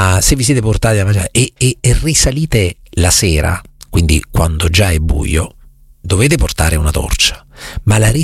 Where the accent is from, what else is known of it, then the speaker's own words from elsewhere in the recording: Marche, Italy; Quando parlo della mia terra ne parlo con grande amore e con grande trasporto.